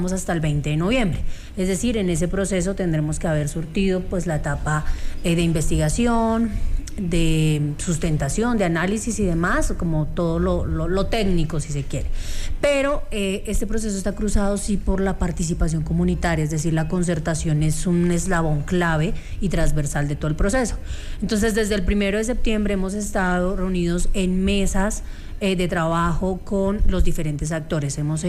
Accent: Tibasosa, Boyacá, Colombia; Yo soy egresada de ese colegio, soy de Tibasosa.

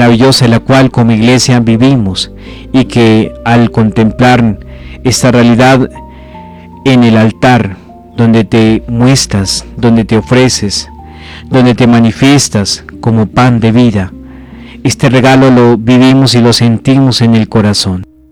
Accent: Colombia; pero también como pueblo colombiano.

